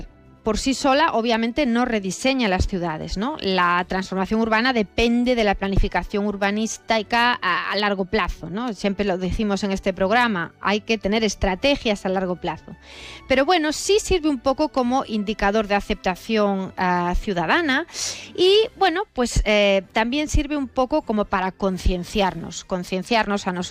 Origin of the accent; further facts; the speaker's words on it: Galicia, Spain; moved away as an adult; now in Catalonia, Spain; gallega, ingeniera de caminos por la Universidad de La Coruña